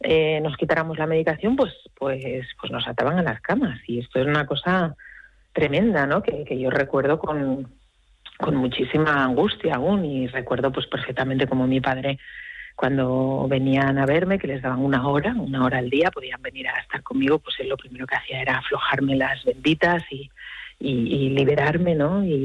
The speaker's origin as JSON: {"language": "Spanish", "region": "Asturias", "country": "Spain", "said": "porque yo soy asturiana"}